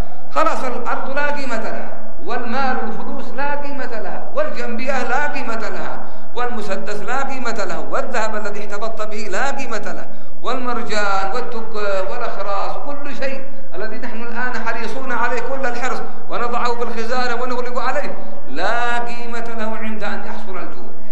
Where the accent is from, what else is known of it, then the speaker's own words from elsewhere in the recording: Yemen; ما أدري عندنا في اليمن فقط أم في العالم بأسره